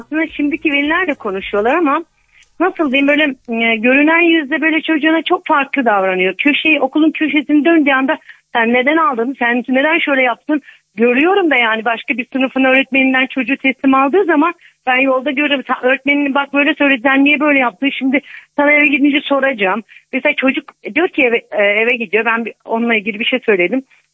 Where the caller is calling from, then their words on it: Sakarya, Turkey; Sakarya'dan arıyorum.